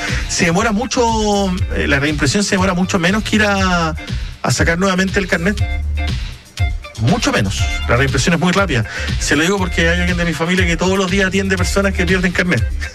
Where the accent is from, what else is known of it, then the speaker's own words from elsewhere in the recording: Chile; como buen chileno haciendo las cosas a última hora